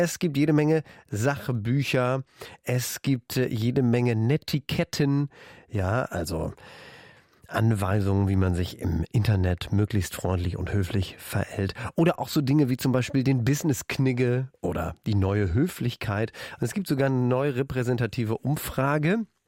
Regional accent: Northern Germany, Germany; Wie höflich sind wir Norddeutschen eigentlich?

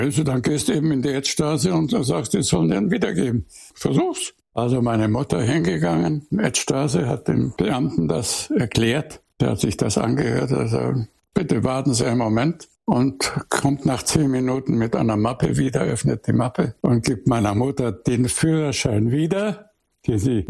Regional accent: Munich, Bavaria, Germany; born there; Und dort habe ich dann also meine Geburtsstadt kennengelernt

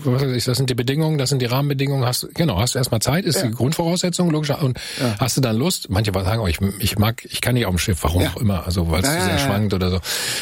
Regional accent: Bielefeld, North Rhine-Westphalia, Germany; Ja, ich komme aus Bielefeld, aus der Ecke, weißt

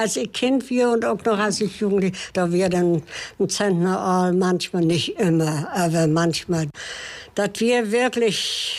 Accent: Seedorf, Mecklenburg-Vorpommern, Germany; born there

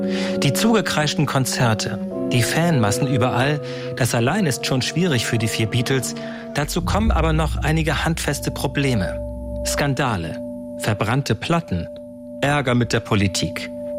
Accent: Bredstedt, Schleswig-Holstein, Germany; auf der Realschule in meiner Heimatstadt Bredstedt in Nordfriesland

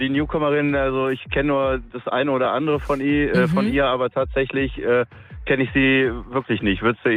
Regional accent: Remscheid, North Rhine-Westphalia, Germany; born there; now in Cologne, Germany; Ich bin ein gebürtiger Remscheider.

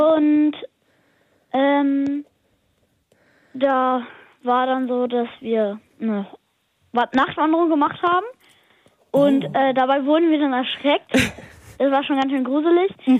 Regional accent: Lower Saxony, Germany; Ich komme aus dem Landkreis Lüchow-Dannenberg und wohne im Dorf Marmäuse. Das kennt, glaube ich, niemand.

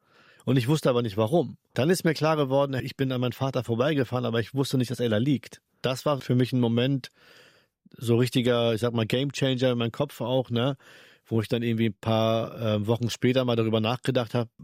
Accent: Henstedt-Ulzburg, Schleswig-Holstein, Germany; born or raised there

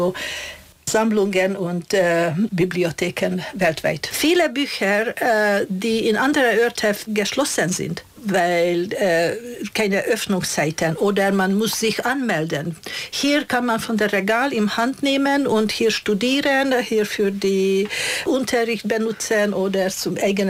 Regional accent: Hungary; moved away as an adult; now in Herzberg am Harz, Germany; Ich stamme aus Ungarn. Seit 2003 bin ich hier in Herzberg

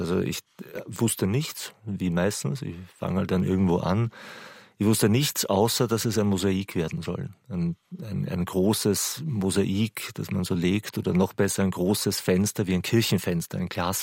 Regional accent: Vienna, Austria; moved away as an adult; now in Berlin, Germany; Das ist schon immer noch oder gerade jetzt wieder ein sehr, sehr hartes Pflaster. Und da bin ich aufgewachsen und groß geworden. Und irgendwie zieht es mich da immer noch hin.

